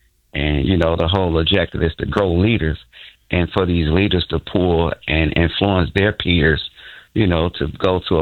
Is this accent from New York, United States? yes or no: no; Chicago, Illinois, United States; I'm from North Lawndale community, born and raised. June 24th, 1976, brought up in a gang and drug infested community with no resources.